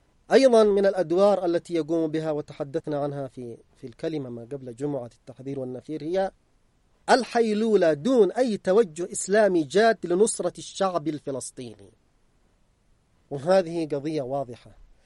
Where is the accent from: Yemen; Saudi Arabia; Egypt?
Yemen; حتى في بلدنا اليمن يمولها يدفع لها في البلد هنا